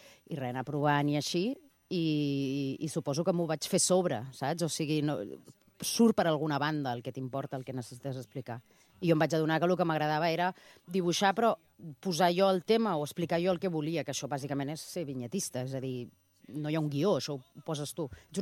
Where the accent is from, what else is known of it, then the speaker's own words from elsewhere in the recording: Barcelona, Catalonia, Spain; also born or lived in Oviedo; arribar aquí a Barcelona, a Catalunya, quan tenia un any. Llavors, el d'Oviedo sempre és anecdòtic, però no sóc d'Oviedo, realment. Ho poso el DNI i prou.